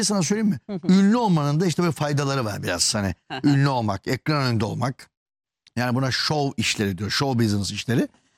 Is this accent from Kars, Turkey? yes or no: no; Ödemiş, İzmir, Turkey; ben Ödemiş'te büyüdüm.